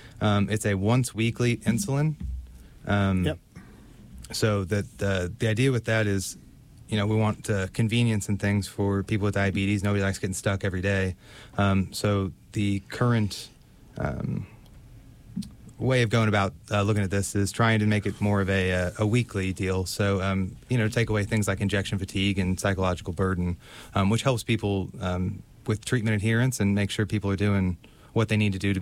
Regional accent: Kansas, United States; moved away as an adult; now in Virginia, United States; I'm from Kansas, went to the University of Missouri, played sports in college.

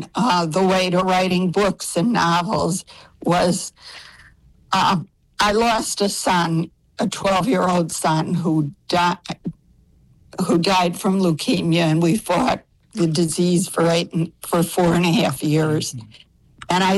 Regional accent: Chicago, Illinois, United States; moved away as an adult; now in Wisconsin-Illinois border, United States; I'm from Chicago, but right now I live in the country on the Wisconsin-Illinois border where I'm retired. And I'm originally a Chicago girl.

